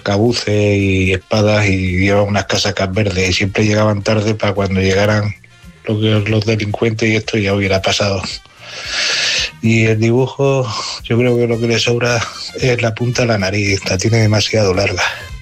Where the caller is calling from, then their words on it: Barcelona, Catalonia, Spain; Hola, buenas madrugadas … de Barcelona.